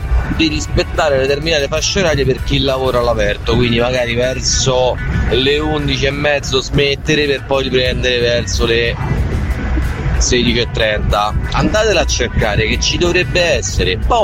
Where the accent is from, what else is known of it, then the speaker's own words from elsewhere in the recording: Pomezia, Lazio, Italy; Io vengo da Pomezia, però la controlla.